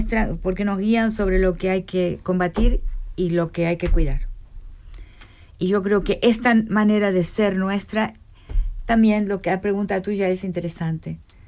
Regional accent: Argentina

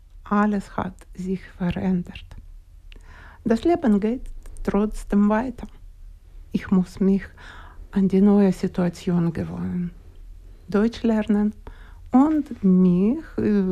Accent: Kharkiv, Kharkiv Oblast, Ukraine; German is a second language; moved away as an adult; also born or lived in Kyiv; now in Lengwil, Switzerland; ich bin Ukrainerin. Ich bin in der Ukraine geboren und in Kharkiv bin ich zur Schule gegangen

